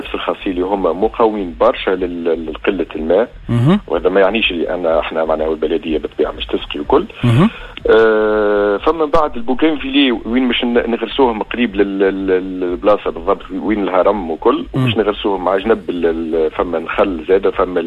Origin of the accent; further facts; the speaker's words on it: Sahel, Tunisia; وإذا يكون طقس معتدل كما اللي موجود عندنا في الساحل